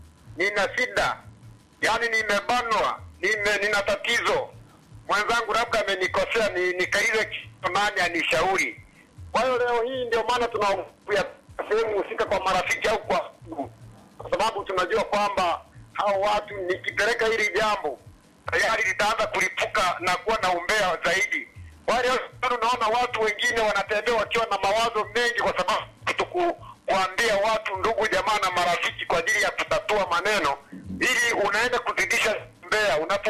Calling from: Bushigoma, Tanzania; Dada, mimi natokea Konda Bushigoma … napiga simu kutoka Bushigoma kwa Tore.

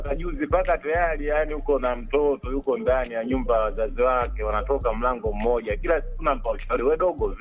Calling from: Dodoma, Tanzania; Dodoma hapa Njiro Lusinde.

